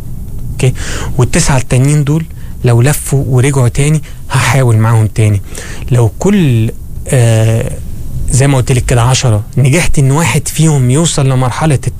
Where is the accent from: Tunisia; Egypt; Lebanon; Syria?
Egypt; now in Oman; عندنا في مصر